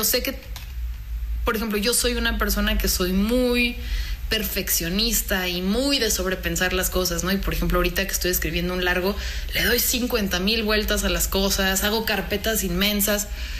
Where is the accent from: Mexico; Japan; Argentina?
Mexico; also born or lived in Italy / France; yo soy mexicana.